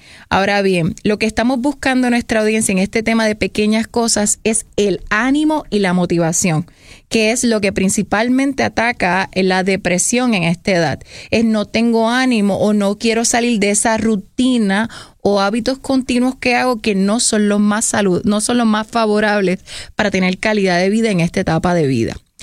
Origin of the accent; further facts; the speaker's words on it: Puerto Rico; como latinos, como cultura puertorriqueña